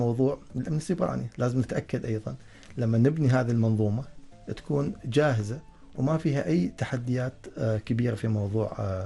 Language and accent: Arabic; Oman; عندنا في سلطنة عمان